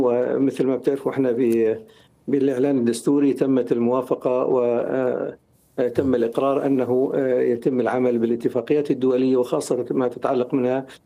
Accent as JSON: {"language": "Arabic", "country": "Syria", "said": "فنحن كسوريين حقيقه كسوريين من مصلحتنا ان يكون هناك عقوبه رادعه لمن اوغل بالدم السوري"}